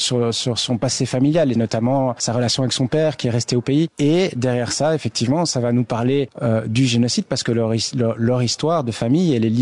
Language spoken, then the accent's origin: French; Belgium; born there; Moi, je suis né en Belgique. Mon père est né au Rwanda et donc il a voulu m'amener là-bas pour que je découvre un petit peu mon pays d'origine.